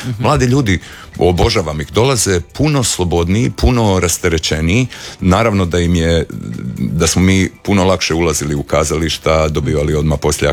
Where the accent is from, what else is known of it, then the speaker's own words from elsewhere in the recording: Croatia; ja sam jedini iz Hrvatske